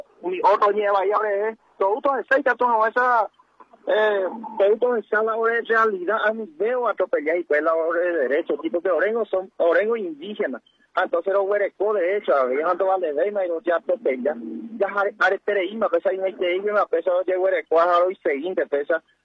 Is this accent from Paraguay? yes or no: yes; Paraguay; como paraguayo, como indígena, como nativo